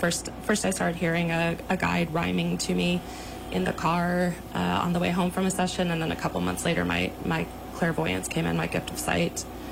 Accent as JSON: {"language": "English", "region": "Texas", "country": "United States", "tie": "born or raised there", "moved": "yes", "lives_now": "Portland, Oregon, United States", "said": "I grew up in Texas in a super Christian household, but we did go to charismatic churches where there was like the gift of prophecy and speaking in tongues."}